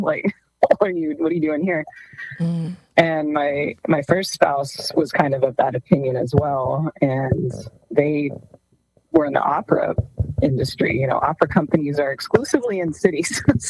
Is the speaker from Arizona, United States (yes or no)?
no; Odessa, Texas, United States; now in Menard, United States; No, I grew up in Odessa in the real oil country.